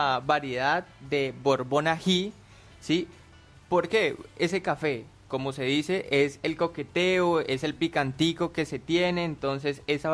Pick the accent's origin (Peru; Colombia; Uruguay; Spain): Colombia; Holanda, Huila; Sí, señor, somos de Campo Campo de Holanda.